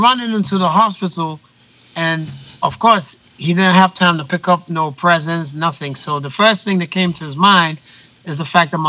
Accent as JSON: {"language": "English", "country": "Ghana", "said": "And so I am Ghanaian as the next, but of course, because of via my father, there's also the Yankee element, and then there's also the English element, which is the British."}